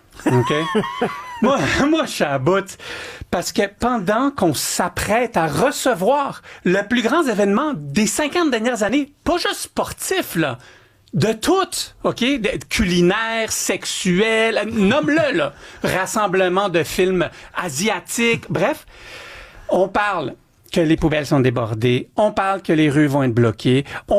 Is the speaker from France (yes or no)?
no; Montreal, Quebec, Canada; Dieu sait que je suis un Montréalais, fier